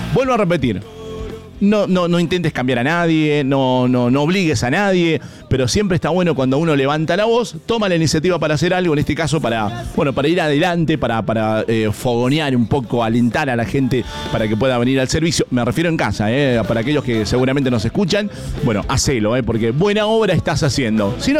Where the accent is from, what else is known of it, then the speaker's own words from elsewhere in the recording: Mendoza, Argentina; como mendocinos sabemos lo importante que son las nevadas, ¿no? Para nuestra provincia